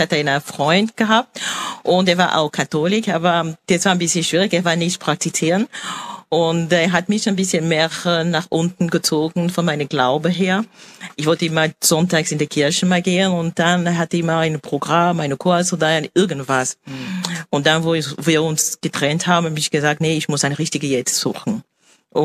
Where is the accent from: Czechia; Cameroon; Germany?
Cameroon; moved away as an adult; now in Gleisdorf, Austria; ich komme ursprünglich aus Kamerun. Wir haben uns mal kennengelernt über Internet und ich bin seit 8 Jahren schon hier in Gleisdorf.